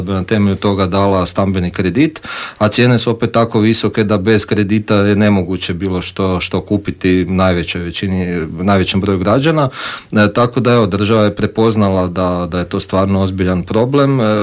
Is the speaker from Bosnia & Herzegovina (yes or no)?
no; Croatia; kod nas u Hrvatskoj.